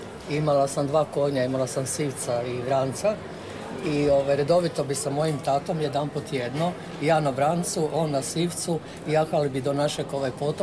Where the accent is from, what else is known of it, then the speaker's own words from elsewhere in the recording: Buševec, Zagreb County, Croatia; Ja sam naime iz Buševca.